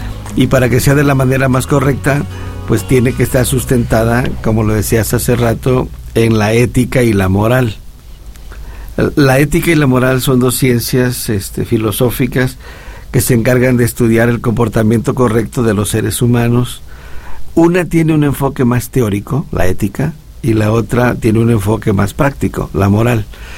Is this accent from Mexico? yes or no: yes; Guerrero, Mexico; Yo, pues, vengo de Guerrero, pero estuve investigando que aquí en Morelos está en el artículo 248 del Código Penal del Estado de Morelos.